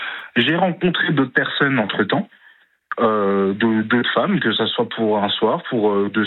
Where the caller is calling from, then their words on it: Grand Est, France; Moi, je suis d'Alsace